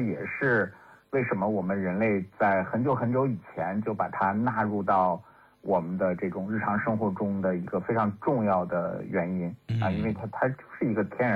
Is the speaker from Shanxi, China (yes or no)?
yes; Shanxi, China; 就包括说以前在我们老家山西啊，那可能这个葫芦里面还可能装醋啊